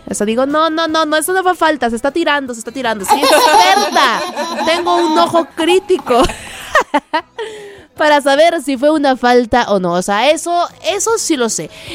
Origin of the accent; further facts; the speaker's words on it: Mexico; a mí como mexicana, como persona que ha crecido de la mano de este señorón Guillermo Ochoa